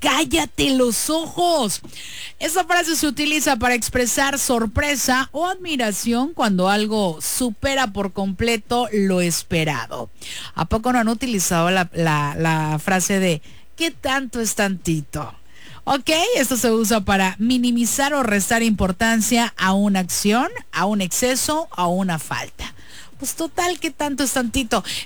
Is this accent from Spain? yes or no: no; Mexico